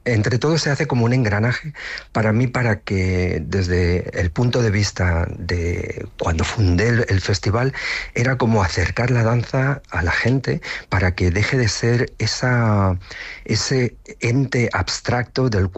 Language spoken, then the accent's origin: Spanish; Tortosa, Catalonia, Spain; todo el proyecto empezó aquí en Tortosa, que en realidad es mi ciudad natal